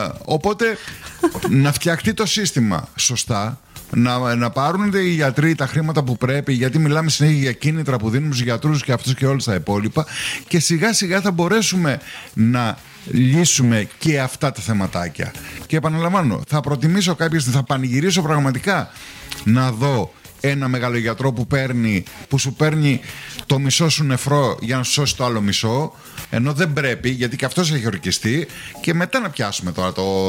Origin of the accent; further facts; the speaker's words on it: Greece; την υποκρισία που έχουμε ως Έλληνες.